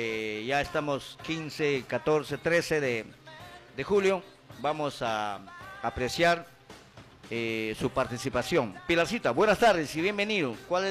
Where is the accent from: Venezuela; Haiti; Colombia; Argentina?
Haiti; yo soy haitiano y jamás puedo yo engañar a mi pueblo